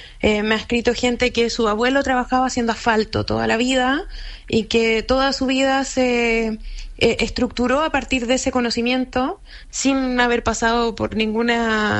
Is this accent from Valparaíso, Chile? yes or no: no; Chillán, Ñuble, Chile; A mí no me tocó vivir esa época, yo crecí en Chillán